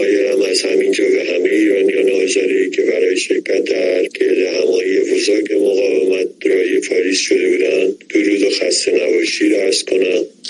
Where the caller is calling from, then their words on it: Semnan, Iran